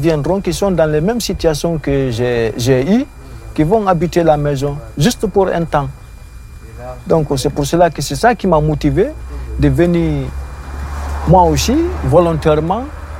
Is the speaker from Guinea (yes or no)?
yes; Guinea; moved away as an adult